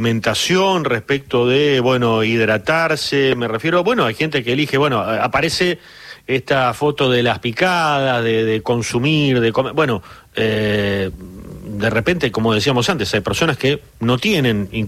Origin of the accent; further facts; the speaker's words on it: Argentina; y desde ya por nuestra propia pertenencia como argentinos